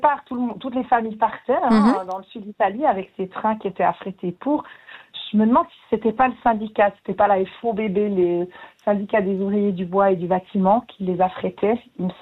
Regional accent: Jura, Switzerland; accent: Jura; moi je parle français avec un accent du Jura

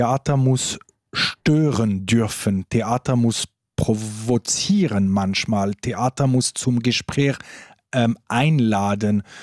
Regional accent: Romandy, Switzerland; first language French; German is a second language; als Schweizer und vielleicht noch sogar als Westschweizer, also französischsprachige Schweizer, ist man nicht in diesem Westen-Osten-Dilemma

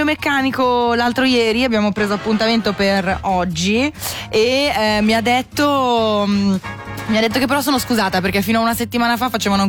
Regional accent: Locarno, Ticino, Switzerland; vengo da Locarno.

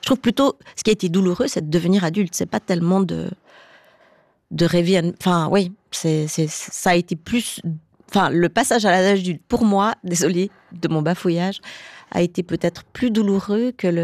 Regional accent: Fribourg, Switzerland; je veux vraiment dire que je suis tout à fait fribourgeoise. Ma maman est fribourgeoise et j'ai grandi à Fribourg.

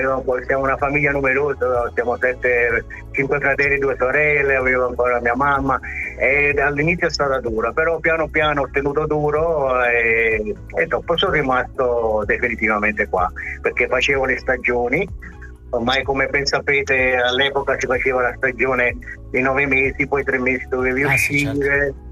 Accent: Ischia, Campania, Italy; moved away; Sì, io vengo da Ischia, sono 40 anni che sono qua.

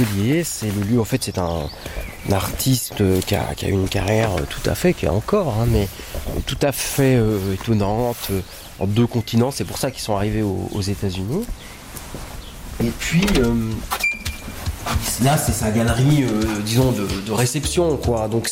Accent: Vevey, Vaud, Switzerland; Moi, je suis un Veuvezan de cœur, d'âme et d'esprit

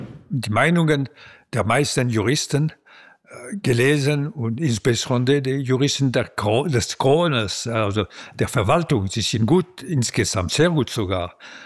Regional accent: Switzerland; Als Schweizer bin ich für die Verfassung.

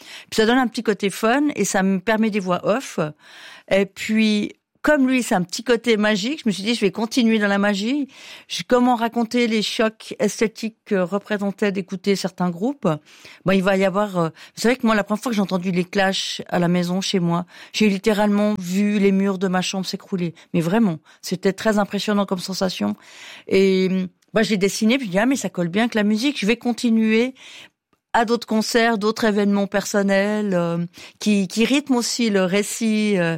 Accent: Valais, Switzerland; now in Lausanne, Switzerland; Et quand on vient du Valais, on connaît une personne, on dit bonjour.

